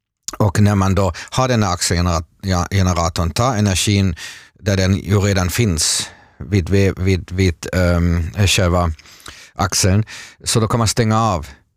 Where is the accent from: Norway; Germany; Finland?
Germany; Mönchengladbach, North Rhine-Westphalia; Swedish is a second language; now in Sweden; och jag talade med min bror som bor i Mönchengladbach vid holländska gränsen. Där är det redan nu tidigt på morgon 30 grader och förväntas idag 39 grader. Jag har ju vuxit upp där och tillbringar min barndom